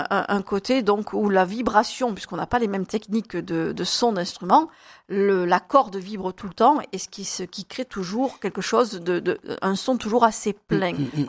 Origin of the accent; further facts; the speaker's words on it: Caromb, Provence-Alpes-Côte d'Azur, France; Et en plus, c'est un ami qui habite Caron, puisque moi, je suis d'origine de Caron.